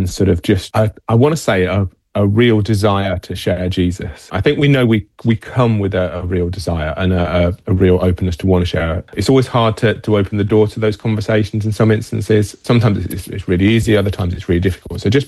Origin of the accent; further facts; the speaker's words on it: United Kingdom; obviously because we're British, there will still be people down on the beach when it's throwing it down with rain